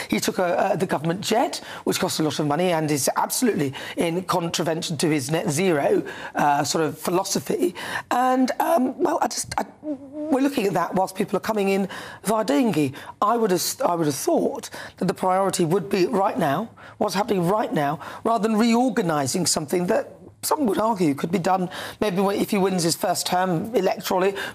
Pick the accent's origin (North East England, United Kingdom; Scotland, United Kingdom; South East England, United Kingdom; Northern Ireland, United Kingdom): North East England, United Kingdom; So I'm from the North East, so it's fine.